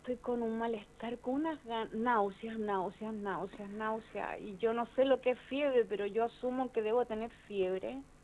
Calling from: Pitama, Chile; de Pitama, Negrito.

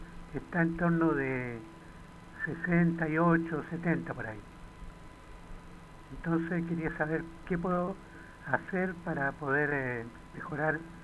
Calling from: Viña del Mar, Valparaíso, Chile; De Guasanta, Viña del Mar.

